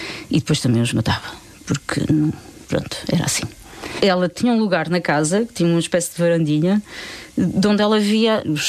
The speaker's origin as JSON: {"language": "Portuguese", "country": "Portugal"}